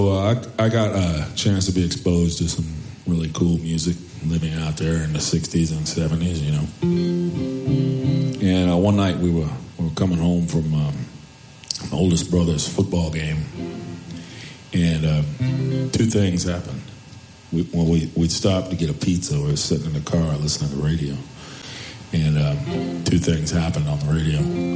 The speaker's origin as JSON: {"language": "English", "town": "Oakland", "region": "California", "country": "United States", "tie": "born or raised there", "said": "So I was born in the Bay Area. The San Francisco Bay Area. I was born in East Bay, a place called Oakland, former home of the Raiders."}